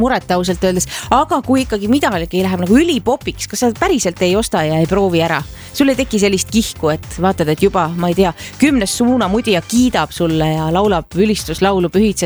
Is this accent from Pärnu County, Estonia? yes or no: yes; Pärnu County, Estonia; born there; mina kasvasin maal